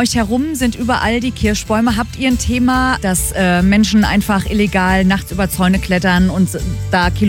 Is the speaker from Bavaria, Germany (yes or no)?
no; Bad Nauheim, Hesse, Germany; ich bin in Bad Nauheim groß geworden, ja. Und logischerweise sind wir auch mit Ockstädter Kirschen aufgewachsen.